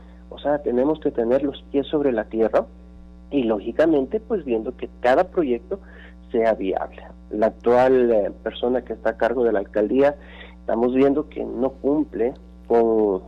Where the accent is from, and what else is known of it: Ecuador